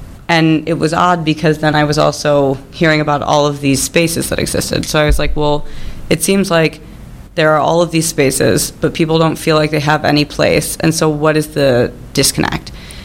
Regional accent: Chicago, Illinois, United States; also born or lived in Boston; I was raised in Chicago. I grew up in Lincoln Park, went to Jewish day school, and then I went to Peyton for high school.

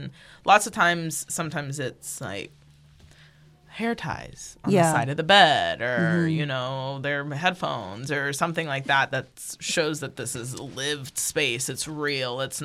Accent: Kentucky, United States; I grew up in Kentucky, so I wasn't seeing too much variety of things

